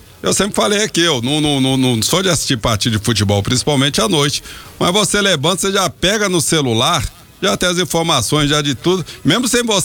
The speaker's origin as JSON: {"language": "Portuguese", "region": "Rio de Janeiro", "country": "Brazil", "moved": "yes", "lives_now": "Anápolis, Brazil", "said": "eu sou carioca, né?"}